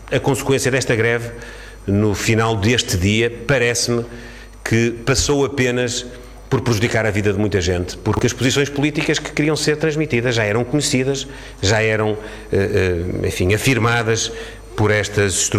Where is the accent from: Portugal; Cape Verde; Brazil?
Portugal; como cidadão, como português e como Primeiro-Ministro